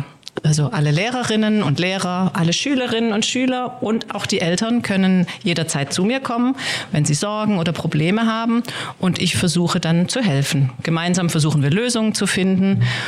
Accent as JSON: {"language": "German", "town": "Heilbronn", "region": "Baden-Württemberg", "country": "Germany", "also_born_or_lived": "Mainz / Valencia / Cologne / Wiesbaden", "moved": "yes", "lives_now": "Stuttgart, Germany", "said": "Ich komme ursprünglich aus Heilbronn, da habe ich also schon gewohnt. In Mainz habe ich studiert und während meines Studiums war ich auch ein halbes Jahr in Valencia in Spanien. Da habe ich also auch schon gewohnt. Aber mehr Wohnorte habe ich nicht."}